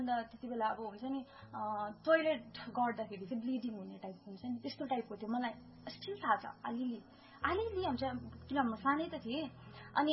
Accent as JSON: {"language": "Nepali", "town": "Ravangla", "region": "Sikkim", "country": "India", "tie": "born there", "said": "18 September 2000 सालमा राबङला हस्पिटलमा म जन्मेको."}